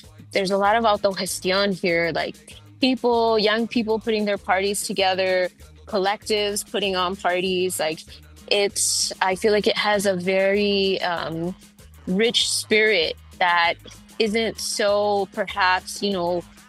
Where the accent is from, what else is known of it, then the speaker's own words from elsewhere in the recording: Queens, New York, United States; And then back home in New York, where I grew up in Queens, and I grew up in an area called Elmhurst, Queens